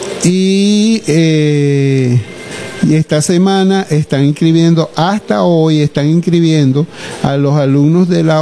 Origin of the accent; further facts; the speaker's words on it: Los Llanos, Venezuela; porque somos llaneros, porque estamos en la puerta del llano